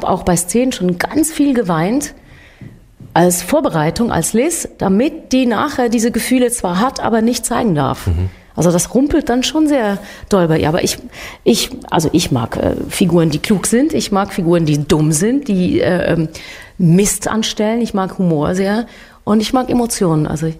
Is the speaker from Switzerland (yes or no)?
yes; Switzerland; auch bei uns in der Schweiz jetzt gerade, blase ich mich gerne mal auf, weil wir Schweizer sind ja sonst so bescheiden